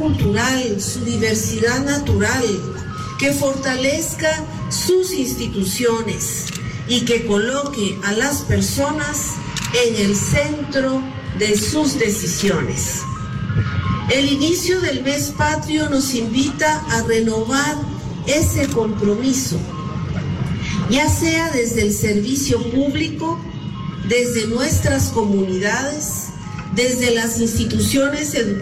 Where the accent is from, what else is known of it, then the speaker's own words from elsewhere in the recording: Guatemala; como guatemaltecos y guatemaltecas